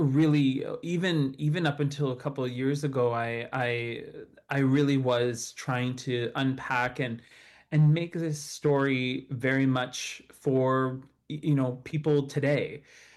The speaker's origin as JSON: {"language": "English", "region": "Ontario", "country": "Canada", "lives_now": "Vancouver, Canada", "said": "I'm Anishinaabe from the Matagami First Nations in Northern Ontario and also French, Canadian, and Irish."}